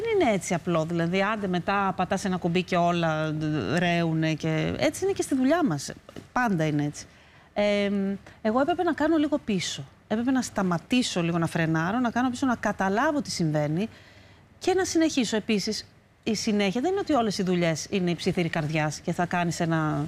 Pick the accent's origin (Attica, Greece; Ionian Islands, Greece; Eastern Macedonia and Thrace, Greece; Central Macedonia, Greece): Attica, Greece; Athens; also born or lived in Crete; Μεγάλωσα εδώ, στην Αθήνα. Δηλαδή τα πρώτα χρόνια στην Κρήτη και μετά στην Αθήνα.